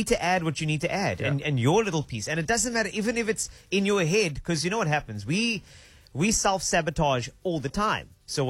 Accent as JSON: {"language": "English", "town": "Cape Town", "region": "Western Cape", "country": "South Africa", "said": "You know, because I'm from Cape Town."}